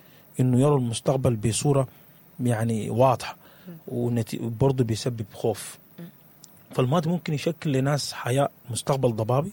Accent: Sudan; احنا محتاجين نتزن في شنو كسودانيين

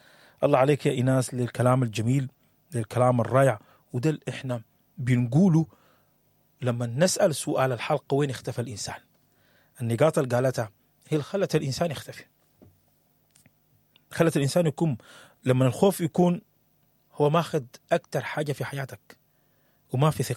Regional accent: Sudan

